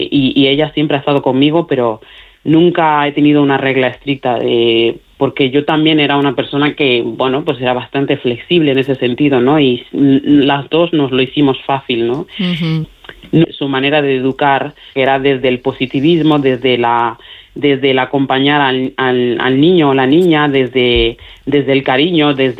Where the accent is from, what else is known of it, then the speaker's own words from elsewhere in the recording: Mali; Spanish is a second language; now in Spain; ahora no me acuerdo prácticamente de mi dialecto, hablo mejor el castellano y el gallego que mi propio dialecto. Ajá. Y la suerte que tengo es que tengo una pareja maravillosa que también es de Mali